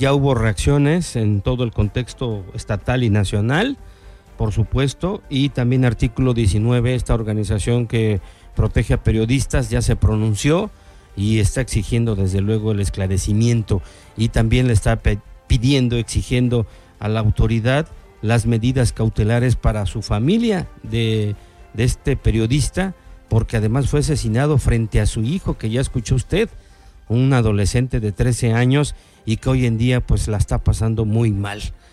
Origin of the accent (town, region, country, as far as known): Mexico